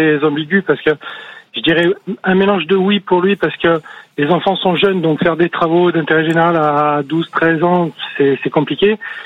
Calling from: Provence-Alpes-Côte d'Azur, France

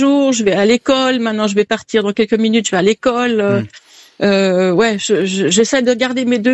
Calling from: Italy; Il est chez nous en Italie.

